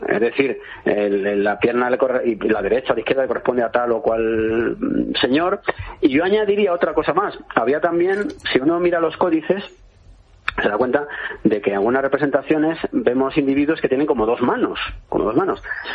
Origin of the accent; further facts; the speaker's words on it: Cuenca, Castilla-La Mancha, Spain; born there; En mi pueblo, en Cuenca estoy.